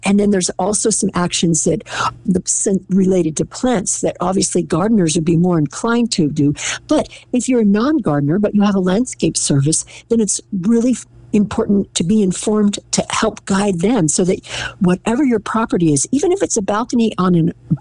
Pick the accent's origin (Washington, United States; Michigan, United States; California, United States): California, United States; also born or lived in Philadelphia; In fact, I was born in Philadelphia and lived outside of Philadelphia. And then my family, my mother and father moved us to California when I was about 10, but I always wanted to come back to the East Coast.